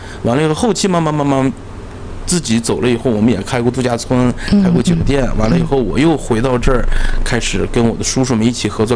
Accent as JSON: {"language": "Chinese", "region": "Inner Mongolia", "country": "China", "tie": "born or raised there", "moved": "yes", "said": "因为我是从小从小在草原上的，从小吃着我们家我爸我妈的这个饭菜长大啊，"}